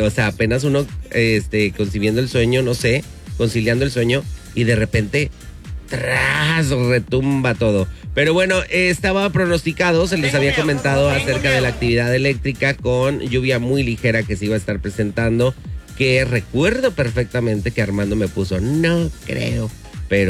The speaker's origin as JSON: {"language": "Spanish", "country": "Mexico", "said": "somos mexicanos"}